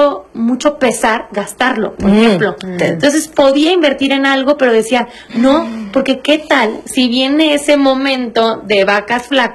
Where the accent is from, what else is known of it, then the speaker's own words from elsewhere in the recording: Huatulco, Oaxaca, Mexico; yo crecí en Huatulco, Oaxaca, en Valles de Huatulco.